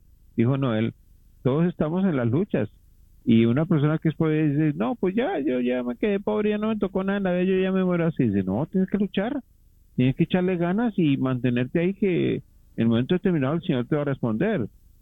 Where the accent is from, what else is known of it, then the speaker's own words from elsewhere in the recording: Colombia; moved away as an adult; now in United States; Yo nunca pensé, yo voy a vivir en Estados Unidos. Yo vivía en un país hermoso que es Colombia, y ahí me ganaba como $1 al mes. Y yo nunca imaginé estar aquí.